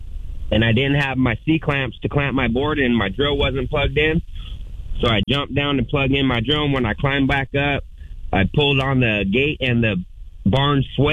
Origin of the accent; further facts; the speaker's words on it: California, United States; I'm from California, so.